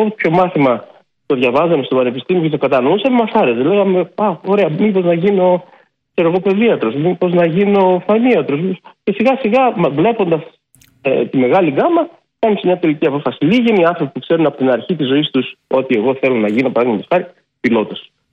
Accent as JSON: {"language": "Greek", "town": "Serres", "region": "Central Macedonia", "country": "Greece", "tie": "born or raised there", "also_born_or_lived": "Thessaloniki", "moved": "as an adult", "said": "Ναι, εγώ γεννήθηκα και μεγάλωσα στις Σέρρες."}